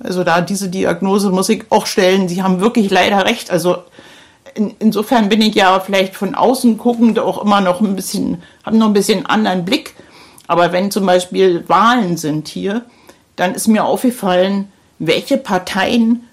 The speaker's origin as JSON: {"language": "German", "region": "Berlin", "country": "Germany", "moved": "yes", "said": "Das ist halt auch wirklich, wo ich so fasziniert bin als Berlinerin."}